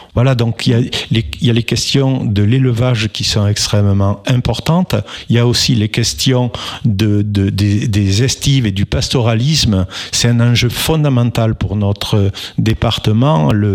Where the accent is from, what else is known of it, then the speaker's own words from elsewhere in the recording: Mirepoix, Occitanie, France; Vous savez, je suis de Mirepoix, mais aussi dans le Couserans ou autre.